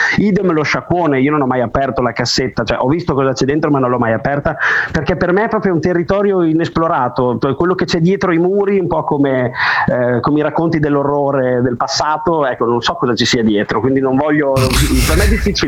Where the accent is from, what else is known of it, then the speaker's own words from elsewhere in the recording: Emilia-Romagna, Italy; Io sono del Fossolo.